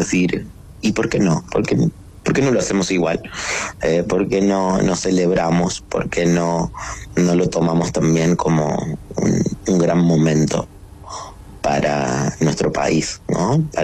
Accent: Argentina; Entonces eso es algo hermoso realmente, que como argentinos podemos vivir.

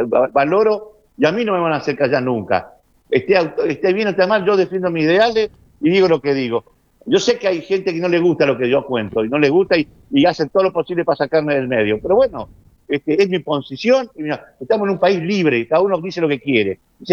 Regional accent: Argentina; Pero así somos viscerales los argentinos.

